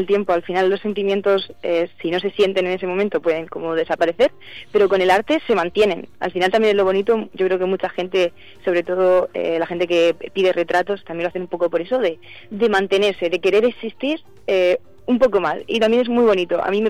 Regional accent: Alcantarilla, Region of Murcia, Spain; moved away as an adult; now in Valencia, Spain; sería bonito que de donde yo soy, porque he hecho muchas exposiciones individuales en otras zonas, pero no en Alcantarilla.

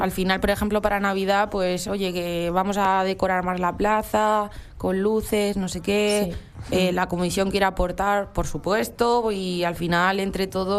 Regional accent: Huete, Castilla-La Mancha, Spain; Yo, que también soy de Huete, que tampoco es que sea mucho más grande, pero hombre, una diferencia hay.

